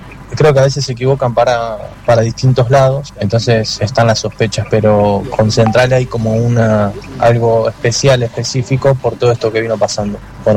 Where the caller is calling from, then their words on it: La Plata, Buenos Aires Province, Argentina; de acá de La Plata.